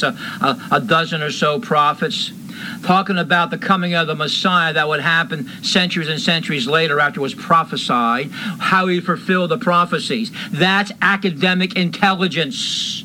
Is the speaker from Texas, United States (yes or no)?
no; Bethlehem, Pennsylvania, United States; But I'm here from Bethlehem, Pennsylvania, the house of bread.